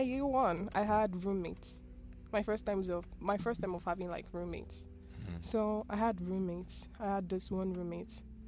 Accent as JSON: {"language": "English", "country": "Nigeria", "said": "Well, we're all Nigerians"}